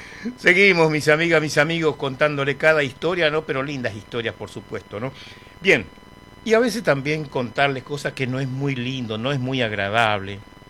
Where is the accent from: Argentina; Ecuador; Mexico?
Argentina; Buenos Aires; yo me crié en Buenos Aires